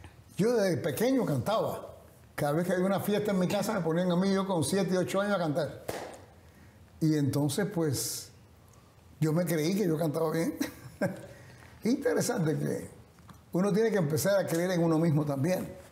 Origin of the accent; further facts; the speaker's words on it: Cuba; now in United States; Pues yo de pequeño creí en mí que podía cantar. Sin embargo, pasó mucho tiempo, salí de Cuba, llegué a Estados Unidos, estuve en un orfelinato por 3 años y medio.